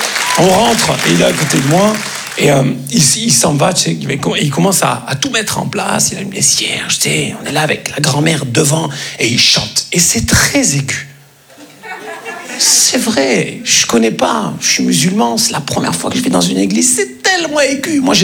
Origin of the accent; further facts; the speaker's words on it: Grand Est, France; Comme on dit chez nous, en Lorraine.